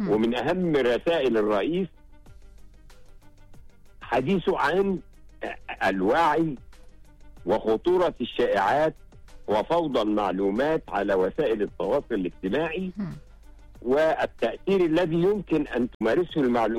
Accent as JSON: {"language": "Arabic", "country": "Egypt"}